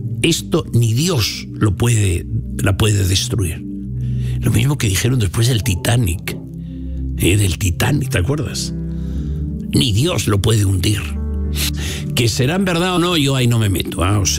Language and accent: Spanish; Castile and León, Spain; mi pueblo está entre comienzo de la montaña, pero no es, es montaña, yo aquí en mi casa es montaña ya, pero al comienzo del pueblo llanura, y esta llanura, 30 kilómetros, es Castilla